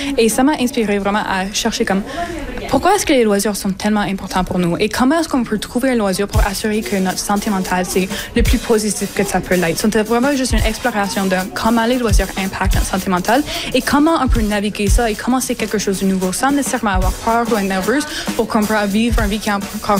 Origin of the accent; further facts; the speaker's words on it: Manitouwadge, Ontario, Canada; French is a second language; je viens de Manitouage. J'ai déjà une zone qui est assez anglophone. Je dois même voyager un an juste pour fréquenter une école secondaire française.